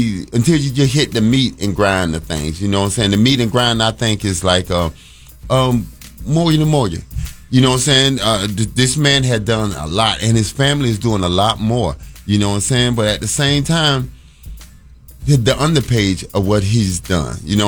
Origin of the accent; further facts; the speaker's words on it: United States; I am a full-blooded American. I never been to Africa, so I'm not an African-American. I'm a black man, period. My ancestors, four or five generations back? Yeah, they probably came from Africa. Yes, they did. But though, right now, I'm American